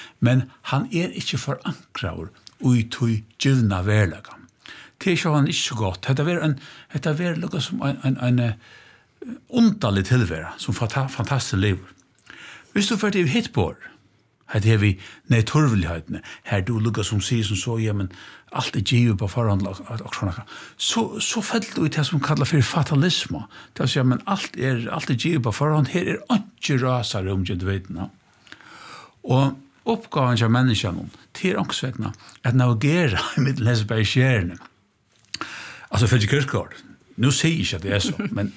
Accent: Denmark; Swedish is a second language; det som vi danskar kallar för nödvändighet eller det här givna

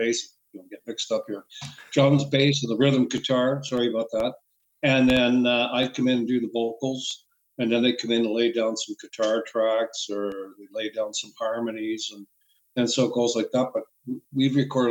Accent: London, Ontario, Canada; he's in my hometown of London, Ontario

